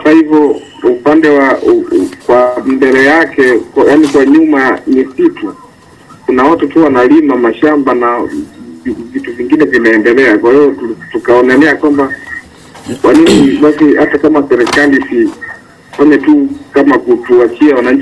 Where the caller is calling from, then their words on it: Morogoro, Tanzania; Napiga simu natoka Morogoro.